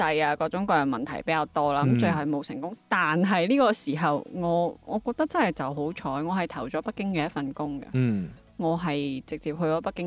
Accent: Guangzhou, Guangdong, China; 那再加上我是广州人。

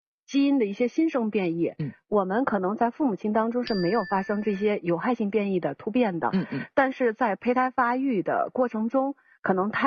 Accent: China

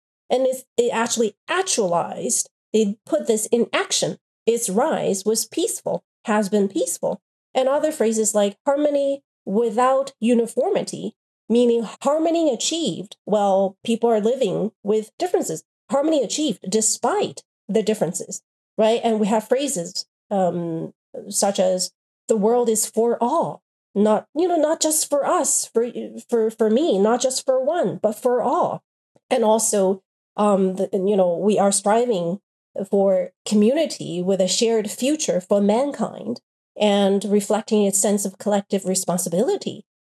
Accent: China; So in China, growing up in China, living in China, I don't get that sense of cynicism.

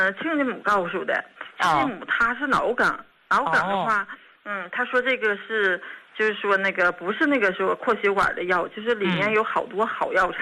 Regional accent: Dalian, Liaoning, China; 哎，那个我家是大连的。

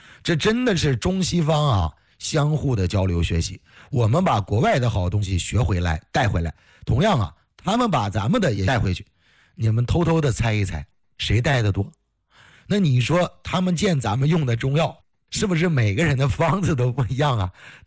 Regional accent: China; 是我生长在中华呀，生长在中国呀，土生土长的苗正根红的中国人呢

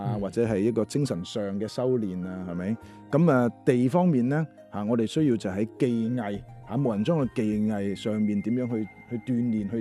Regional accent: China; 其實就代表咗咧，我哋中國人嚇一種中華文化天地人和嚇。

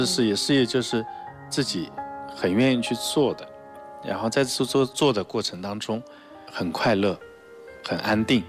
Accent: China; 我们中国人

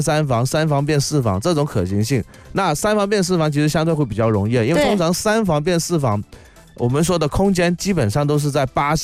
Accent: Guangdong, China; 这是我们广东人的常说在口

